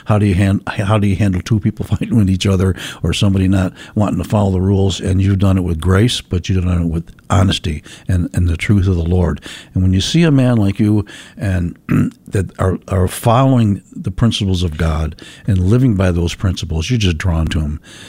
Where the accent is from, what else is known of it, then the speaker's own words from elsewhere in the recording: Buffalo, New York, United States; And I have my name tag on New York. I'm from Buffalo, New York.